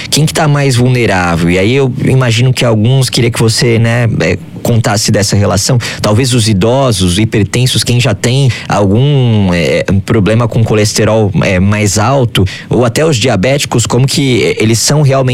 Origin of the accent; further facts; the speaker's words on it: São Paulo, Brazil; now in Rio de Janeiro, Brazil; E eu tô no Rio de Janeiro, mas venho de São Paulo